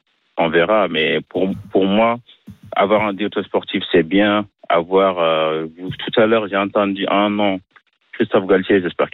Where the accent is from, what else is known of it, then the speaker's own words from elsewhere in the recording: Senegal; Oui, je suis sénégalais, mais on sait quand même être objectif